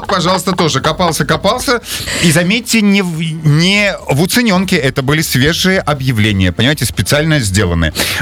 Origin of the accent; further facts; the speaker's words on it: Avdiivka, Donetsk Oblast, Ukraine; moved away; я, мальчик из Авдеевки